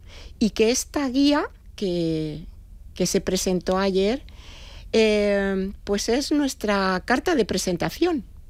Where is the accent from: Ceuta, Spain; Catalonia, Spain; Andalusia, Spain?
Andalusia, Spain; moved away as an adult; now in Valencia, Spain; Yo no soy valenciana, soy andaluza.